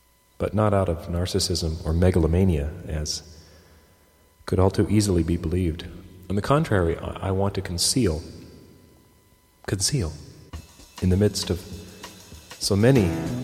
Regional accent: Hallam, United States; It's nice to be back in my hometown of Hallam, that town with a grumpy, prosaic, Republican-sounding name, like a squat horizontal building.

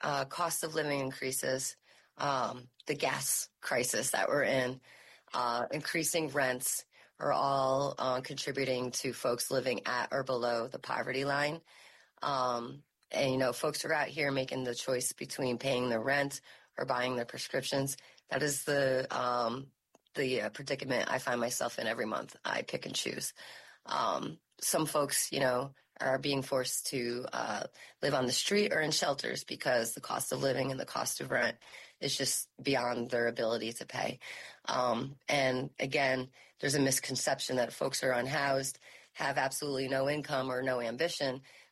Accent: Albany, New York, United States; Like I said, I'm myself in Albany

